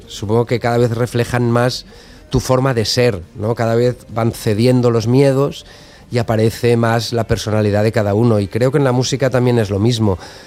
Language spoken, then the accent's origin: Spanish; Spain; Nosotros somos españoles y nos gusta que todo aquello que tiene que ver con la música española aparezca en nuestras canciones.